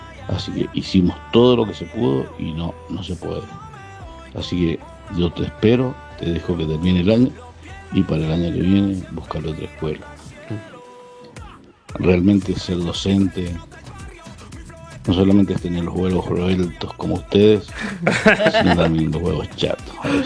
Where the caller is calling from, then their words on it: Guaymallén, Mendoza, Argentina; Soy de Guaymallén.